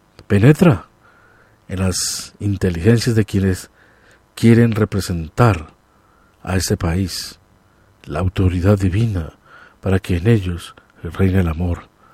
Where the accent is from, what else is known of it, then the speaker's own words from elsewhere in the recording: Colombia; reconozcamos como colombianos